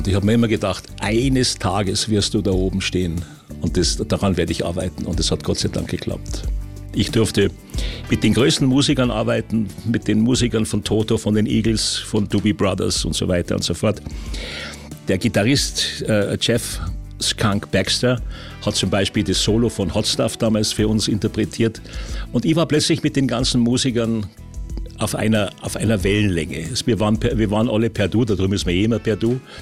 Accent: Munich, Bavaria, Germany; moved away as an adult; also born or lived in Los Angeles; jetzt kommt der Bub aus München und verkauft den Amerikanern Coca-Cola.

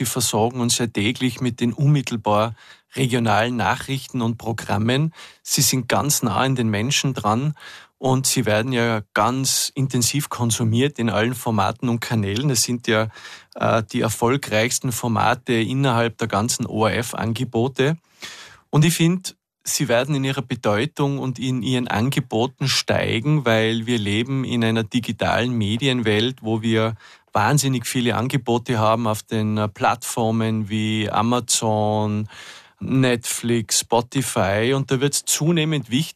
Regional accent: Tyrol, Austria; deshalb ist es heute für mich auch als gebürtiger Tiroler natürlich eine große Freude, im Landesstudio Tirol zu sein.

